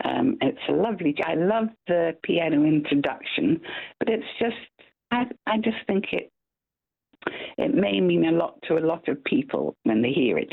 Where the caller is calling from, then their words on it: Scotland, United Kingdom; it's not my first language. I'm actually Scottish.